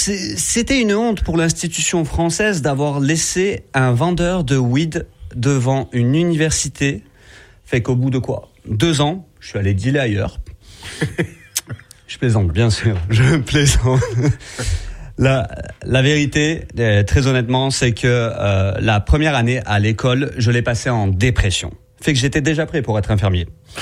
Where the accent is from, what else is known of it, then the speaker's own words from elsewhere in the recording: Southern France, France; je viens du sud de la France, et j'ai fait mes études dans le sud de la France